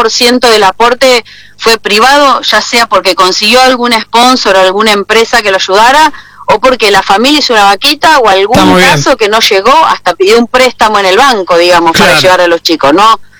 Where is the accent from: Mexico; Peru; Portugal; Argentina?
Argentina; Mar del Plata, Buenos Aires Province; De Mar del Plata.